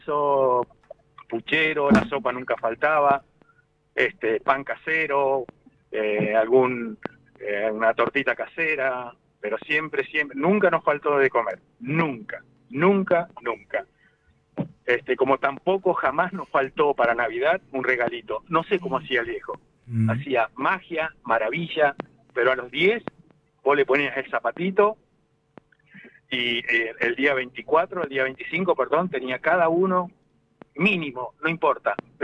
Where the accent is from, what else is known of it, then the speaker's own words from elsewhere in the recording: Chajarí, Entre Ríos, Argentina; born there; moved away; nosotros venimos desde Entre Ríos, de un pueblito cercano a Chajarí.